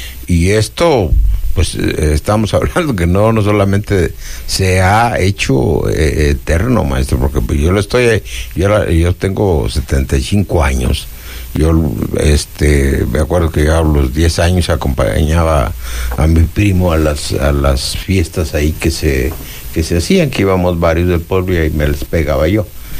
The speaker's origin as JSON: {"language": "Spanish", "region": "Michoacán", "country": "Mexico", "tie": "born or raised there", "said": "esto me recuerda a mi pueblo natal, está ahí a 15 minutos."}